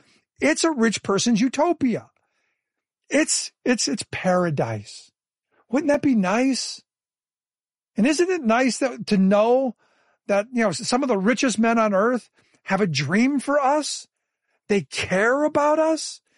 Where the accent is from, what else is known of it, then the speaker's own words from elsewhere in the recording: Cleveland, Ohio, United States; Now look, I grew up in Cleveland. I am not a Pittsburgh Steelers fan